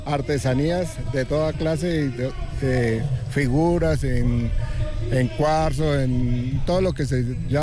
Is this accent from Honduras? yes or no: no; Muzo, Boyacá, Colombia; Yo soy de Muzo, venimos de Muzo